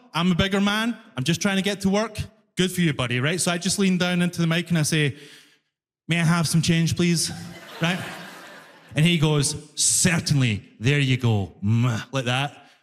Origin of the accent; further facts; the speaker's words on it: Glasgow, Scotland, United Kingdom; I'm from Glasgow, right? If you don't know, Glasgow is the knife crime capital of Europe. Every single Glaswegian person is a psychopath, including me. You do not want to mess with Scottish people, you know?